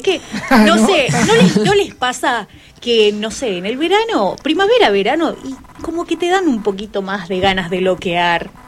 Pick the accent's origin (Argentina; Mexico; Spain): Argentina; porque nosotros como argentinos seguimos esperando el gran debut